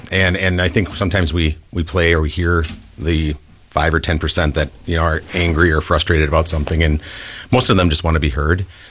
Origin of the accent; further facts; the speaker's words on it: Milwaukee, Wisconsin, United States; moved away as an adult; also born or lived in Oshkosh; now in Neenah, United States; I was born and raised in Milwaukee. I went to UW Oshkosh for an undergrad